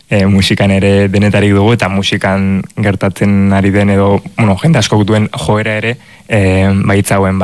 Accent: Pamplona, Navarre, Spain; Iruñeko aldezarrekoa garen bakarrak eitan eta biok.

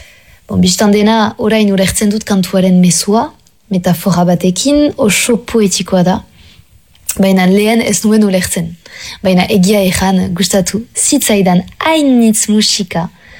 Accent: Ustaritz, Nouvelle-Aquitaine, France; Basque is a second language; ipare Euskal Herriko artista. Ustaritzekoa naiz, eta hogeita sortzi urte ditut.

